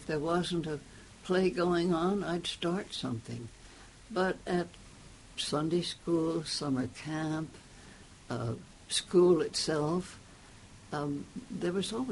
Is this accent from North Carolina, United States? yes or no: no; New York City, New York, United States; I grew up in New York City, a few dozen blocks from Broadway, but it was also Depression years, my childhood and early teens